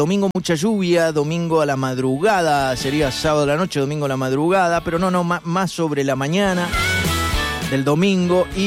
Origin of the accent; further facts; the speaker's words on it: Argentina; Pero nosotros somos Argentina, viejo.